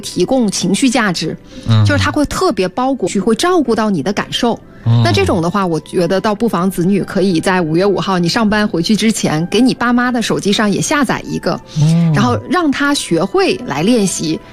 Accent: Beijing, China; 原来我们北京人就说哎，您吃了吗？

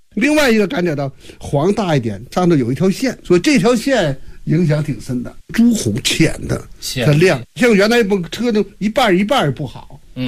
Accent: China

